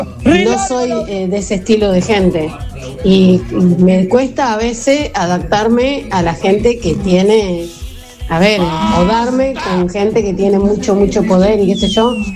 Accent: Junín, Buenos Aires Province, Argentina

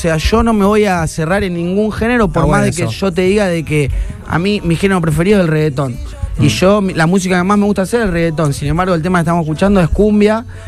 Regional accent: Rosario, Santa Fe, Argentina; yo soy de Rosario

